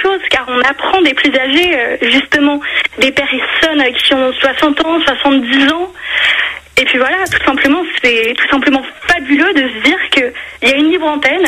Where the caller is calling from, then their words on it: northern France, France; Moi, je suis dans le nord